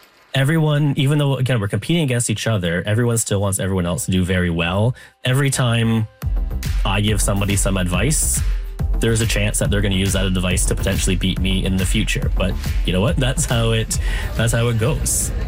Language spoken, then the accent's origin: English; Canada